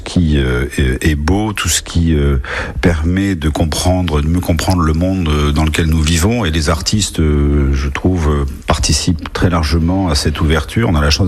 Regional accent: Grand Est, France; also born or lived in Montpellier; Je suis né à Montpellier en juin 67 parce que mon père faisait ses études de et il était à la fin de ses études et nous avons déménagé à la fin de l'année 67 en Champagne, donc j'ai connu Montpellier mais en très très très jeune.

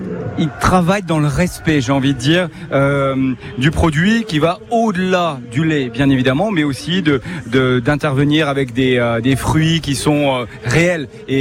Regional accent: Grand Est, France; jusqu'à chez moi en Alsace

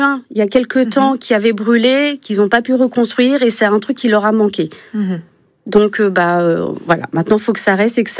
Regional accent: Méobecq, Centre-Val de Loire, France; Moi, à Méobecq, parce que je suis originaire de Méobecq, on n'a que des personnes âgées qui se déplacent pas.

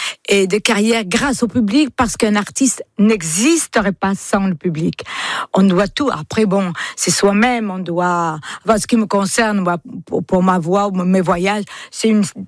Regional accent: France; mais chez moi en France, c'était beaucoup plus intense

